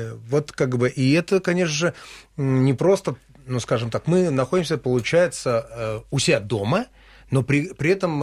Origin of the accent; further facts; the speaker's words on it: Moscow, Russia; я родился, вырос в Москве.